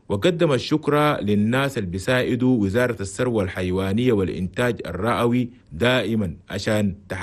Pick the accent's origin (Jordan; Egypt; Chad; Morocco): Chad